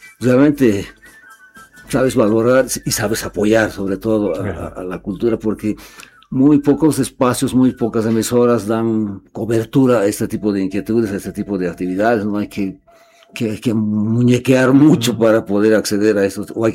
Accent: Coroico, La Paz, Bolivia; porque me presentaba como coroiqueño boliviano.

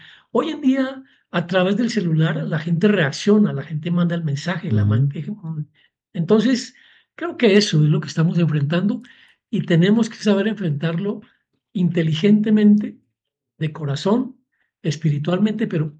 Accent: Colombia; now in Ecuador; yo hablo también por mi país de origen, Colombia

